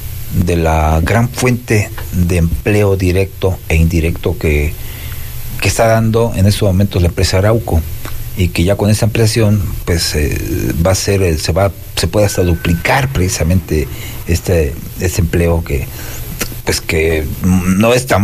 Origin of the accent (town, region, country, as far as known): Zitácuaro, Michoacán, Mexico